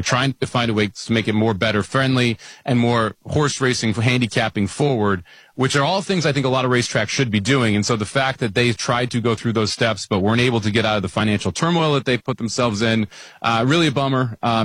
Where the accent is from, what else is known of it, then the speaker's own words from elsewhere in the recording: Chicago, Illinois, United States; But my hometown, where I grew up watching horse racing in Hawthorne, at Balmoral, at Arlington, missing a lot of these different pieces now, and it's pretty sad.